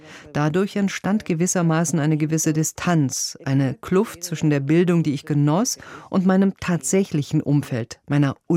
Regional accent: Saudi Arabia; moved away; nichts jene Gefühle ersetzen könnte, die ich empfand, als ich noch in Syrien meine Familie besuchte oder als Kind in Saudi-Arabien gelebt habe.

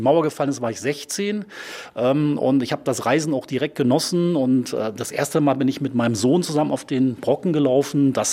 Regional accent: Saxony-Anhalt, Germany; Ich komme aus Sachsen-Anhalt.

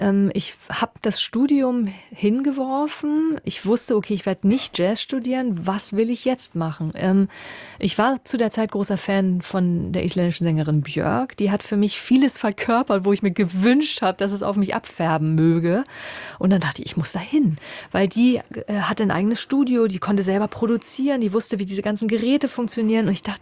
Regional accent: Hamburg, Germany; Meine Heimat war immer Hamburg. Also selbst als ich in Berlin dann studiert habe, es hat mich irgendwie, also die dickste Wurzel meines Lebens, die wächst durch Hamburg. Und meine Familie lebt da.

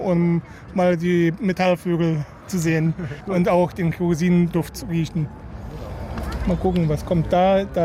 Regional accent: Marburg, Hesse, Germany; Nee, ich komme aus Marburg, aus Mittelhessen.

